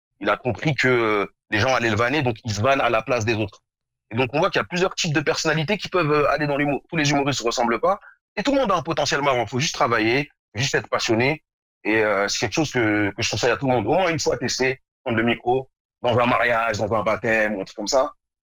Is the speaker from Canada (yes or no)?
no; Morocco; parce que moi, je suis marocain, mais je suis aussi noir.